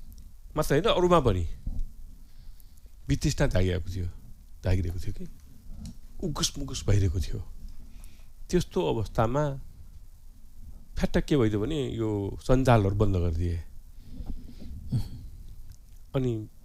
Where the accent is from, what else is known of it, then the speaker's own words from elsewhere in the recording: Kathmandu, Bagmati, Nepal; म नेपालको काठमाडौँको पनि भानेश्वर